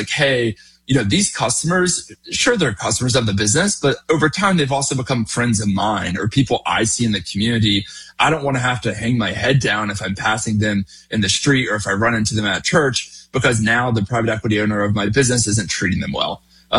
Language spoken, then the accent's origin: English; North Carolina, United States; I'm from Eastern North Carolina, so Winston-Salem isn't too far away.